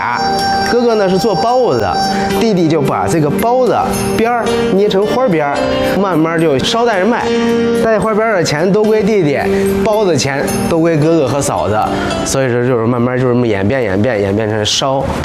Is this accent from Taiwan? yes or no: no; Hohhot, Inner Mongolia, China; 生于1986年，我是来自于内蒙古自治区呼和浩特市。